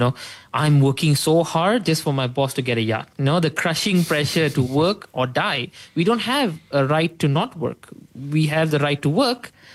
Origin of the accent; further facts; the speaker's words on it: Malaysia; I'm a Malaysian politician too.